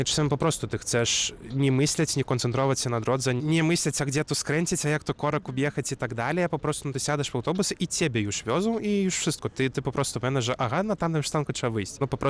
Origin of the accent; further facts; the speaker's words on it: Vilnius, Vilnius County, Lithuania; u nas w Wilnie